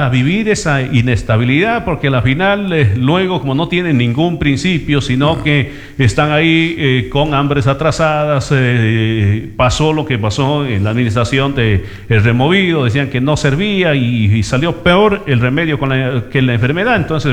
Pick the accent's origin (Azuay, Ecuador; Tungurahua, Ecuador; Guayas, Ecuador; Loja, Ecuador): Loja, Ecuador; Eso no nos puede volver a pasar como lojanos.